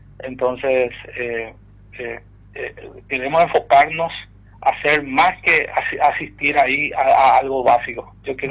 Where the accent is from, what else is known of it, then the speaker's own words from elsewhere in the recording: Presidente Franco, Alto Paraná, Paraguay; como franqueño, yo amo mi ciudad.